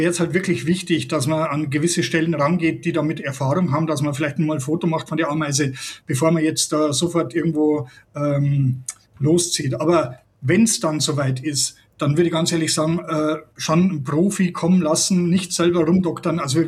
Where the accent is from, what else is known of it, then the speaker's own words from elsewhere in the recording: Regensburg, Bavaria, Germany; ich bin auch aus Regensburg, da kenne ich die Situation.